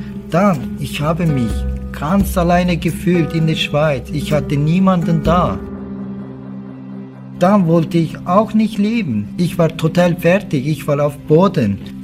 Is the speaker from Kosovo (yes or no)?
no; Turkey; born or raised there; German is a second language; now in Germany